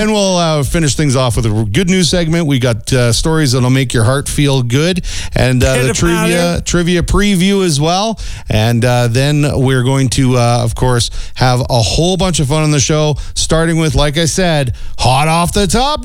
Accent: Canada; we're Canadian

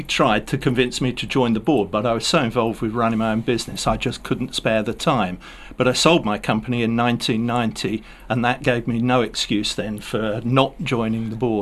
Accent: Cambridge, East of England, United Kingdom; also born or lived in Hemingford Grey; I'm a Cambridge boy, and I grew up in Cambridge. And before my parents moved with me to Hemingford Gray, I lived about 200 yards from the Abbey Stadium, which is Cambridge United's home.

